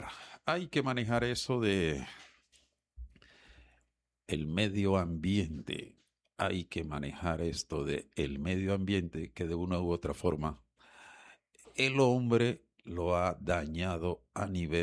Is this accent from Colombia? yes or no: yes; Cartagena, Bolívar, Colombia; los cartageneros somos los perjudicados